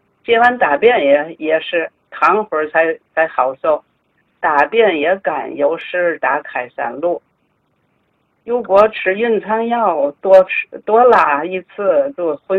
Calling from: Tianjin, China; 我来自天津市西青区，今年81岁，1946年出生，农历11月初七。

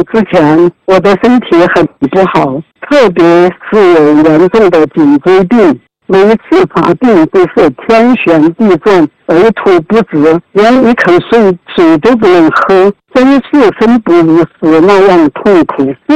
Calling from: Suining, Sichuan, China; 我是来自四川遂宁的一位学员

